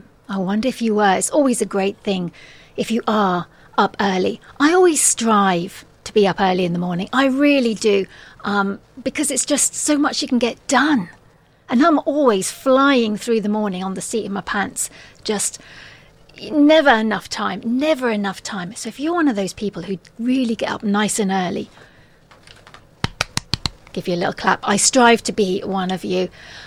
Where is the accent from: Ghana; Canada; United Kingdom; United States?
United Kingdom; England; we're English